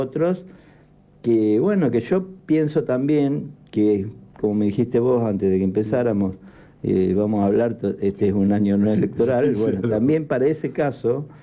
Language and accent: Spanish; Buenos Aires Province, Argentina; Yo soy muy bonaerense